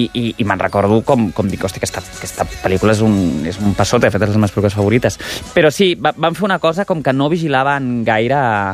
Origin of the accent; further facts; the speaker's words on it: Barcelona, Catalonia, Spain; Em vaig criar a Sant Gervasi, entre plaça Bonanova i plaça Kennedy.